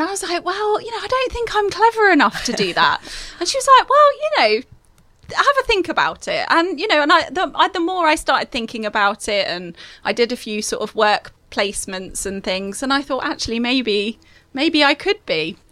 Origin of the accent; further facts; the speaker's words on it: Diss, East of England, United Kingdom; So I grew up in Diss, which is sort of in the south of Norfolk, right near the train station.